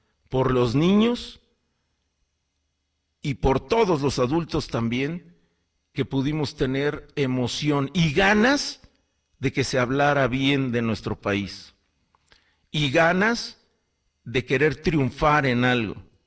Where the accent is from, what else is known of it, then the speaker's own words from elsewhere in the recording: Mexico; en las que podamos sentirnos orgullosos como mexicanos.